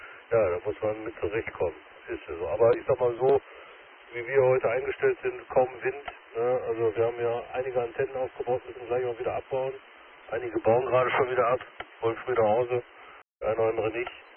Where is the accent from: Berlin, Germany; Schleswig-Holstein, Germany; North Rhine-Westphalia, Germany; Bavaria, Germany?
North Rhine-Westphalia, Germany; Schwerte; Ja, ich komme selber persönlich aus Schwerte, habe da keine Probleme mit.